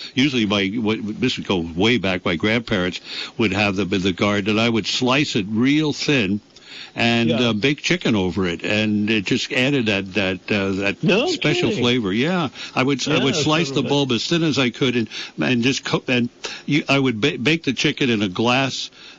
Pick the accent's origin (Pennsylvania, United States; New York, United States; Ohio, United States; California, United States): New York, United States; New York City; When I was a kid growing up in the Bronx, I actually thought that like oranges and apples and things like that all came from Christini's or the A&P.